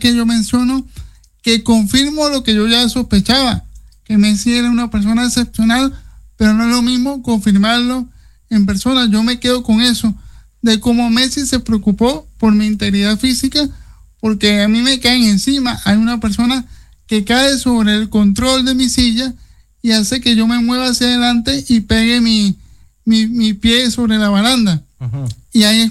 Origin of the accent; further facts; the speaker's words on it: Venezuela; moved away as an adult; now in United States; yo soy un venezolano orgulloso, agradecido de mi país, y pues tengo ya 10 años que lo dejé por situaciones, obviamente, de sociopolítica y todo lo demás, pero lo llevo en mi corazón siempre.